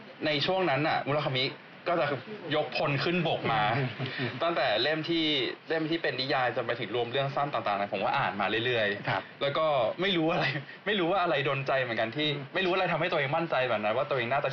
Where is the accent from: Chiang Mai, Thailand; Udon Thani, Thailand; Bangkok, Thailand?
Bangkok, Thailand; now in Japan; ตอนอยู่ไทยผมอยู่กรุงเทพเนาะผมคนกรุงเทพแล้วผมรู้สึกว่ากรุงเทพเป็นเมืองที่ไม่ค่อยอนุญาตให้เรามีความสุขเท่าไหร่